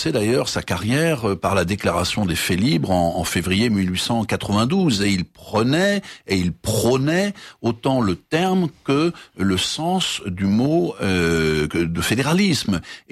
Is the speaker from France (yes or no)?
yes; Brittany, France; Si je suis français, c'est parce que je suis breton. Ce n'est pas l'inverse qui est vrai d'une certaine manière. Je suis breton par naissance, avec d'autres héritages, normands, ménaux, etc.